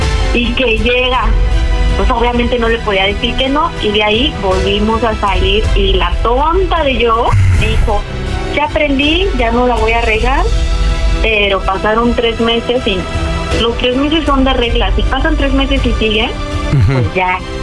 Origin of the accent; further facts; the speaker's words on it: Cuautla, Morelos, Mexico; Tengo 34 años y soy de Cuautla, Morelos.